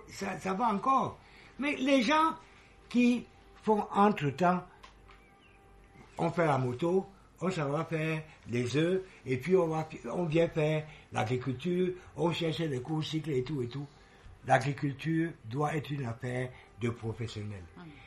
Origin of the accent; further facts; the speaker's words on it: Yaoundé, Centre, Cameroon; Moi, quand j'étais petit, à Messa, on avait une grande cour derrière.